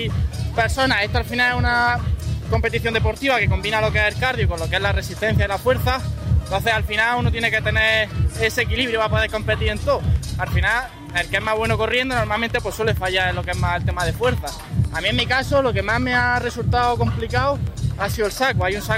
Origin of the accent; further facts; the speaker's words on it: Cúllar Vega, Andalusia, Spain; now in Motril, Spain; soy de Cuyar Vega, pero actualmente estoy viviendo aquí en la ciudad de Motril.